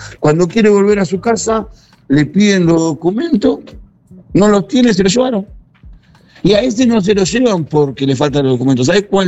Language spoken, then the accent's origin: Spanish; Buenos Aires, Argentina; Nosotros también somos la población de la ciudad de Buenos Aires, nosotros también somos porteños